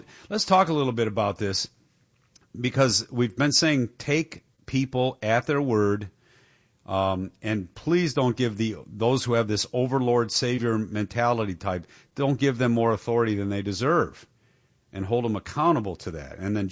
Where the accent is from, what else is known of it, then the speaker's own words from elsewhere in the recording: Michigan, United States; moved away; I think that's happening in my home state. My original home state. I don't live there now, obviously. But Michigan.